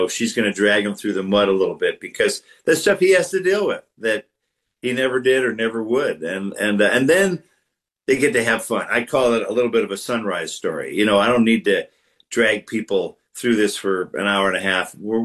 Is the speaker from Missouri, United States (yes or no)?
no; Detroit, Michigan, United States; I'm from the Detroit area.